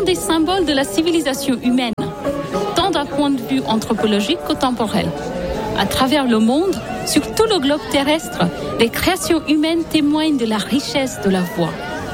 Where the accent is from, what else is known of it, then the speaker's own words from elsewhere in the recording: India; chez moi, en Inde